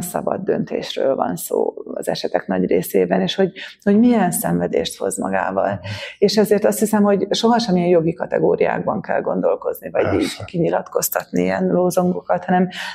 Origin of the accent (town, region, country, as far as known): Zakarpattia Oblast, Ukraine